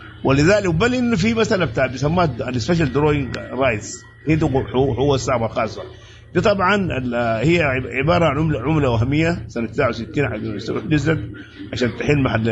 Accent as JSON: {"language": "Arabic", "country": "Sudan", "said": "احنا هسه عندنا في السودان"}